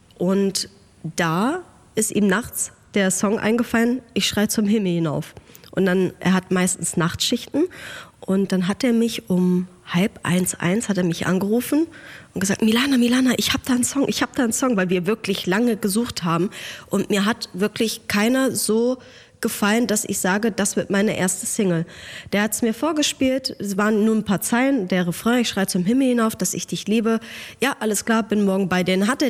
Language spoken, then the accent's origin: German; Hesse, Germany; Ja, es war erst die Überlegung, dass ich Englisch singe, aber ich bin aus Hessen, ich habe schon echt einen Dialekt